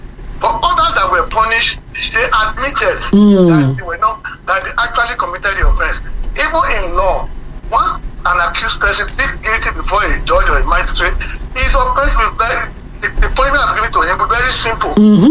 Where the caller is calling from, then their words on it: Canada; I'm calling from